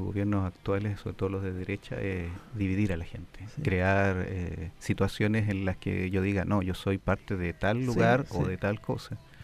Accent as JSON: {"language": "Spanish", "town": "Santiago", "region": "Santiago Metropolitan Region", "country": "Chile", "tie": "born or raised there", "moved": "as an adult", "lives_now": "San Miguel, Chile", "said": "Yo nací en San Joaquín, ahora hace 4 años que vivo en San Miguel."}